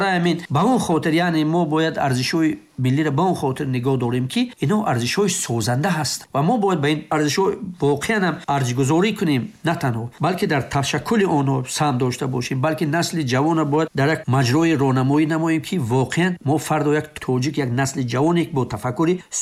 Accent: Tajikistan; مثلا من تاجیک تولد شدم، خب کجای بروم اگر من تاجیک هستم؟

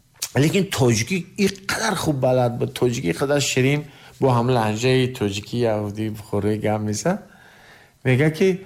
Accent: Navobod, Khatlon, Tajikistan; moved away; Тахминан қишлоқи мо Навобод ном дорад.

